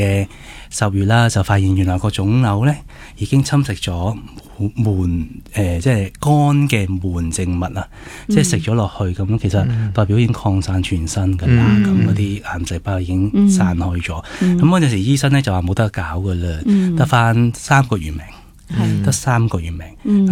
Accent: Hong Kong; 我喺单亲家庭去长大嘅，咁我妈咪咧就喺我好细个嘅时候咧就带我嚟到香港，因为佢照顾自己嘅妈咪啦，即系我婆婆啦。咁我哋就两个人喺香港相依为命啦。

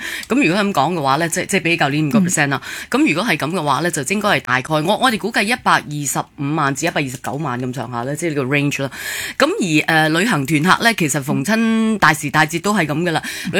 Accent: Hong Kong; 我哋香港人

